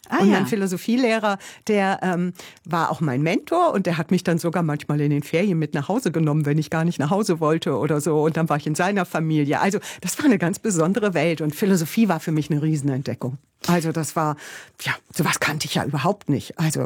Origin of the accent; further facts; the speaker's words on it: Gieselwerder, Hesse, Germany; moved away as an adult; also born or lived in Bad Karlshafen; also ich bin im kleinen Dorf in der Nähe von Bad Karlshafen aufgewachsen, Gieselwerder, ein kleiner Ort an der Weser, und das war natürlich zum einen ein sehr, ist das ja ein recht schönes Dorf, was da an der Weser liegt, und das war ja auch eine recht enge so Dorfgemeinschaft